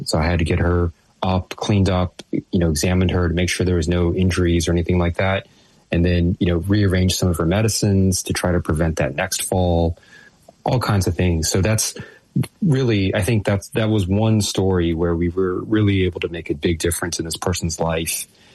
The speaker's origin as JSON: {"language": "English", "region": "Texas", "country": "United States", "tie": "born or raised there", "said": "I grew up in Texas playing football."}